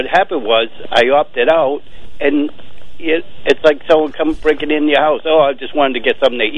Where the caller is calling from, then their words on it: Swampscott, Massachusetts, United States; from Swampscott, first time, long time.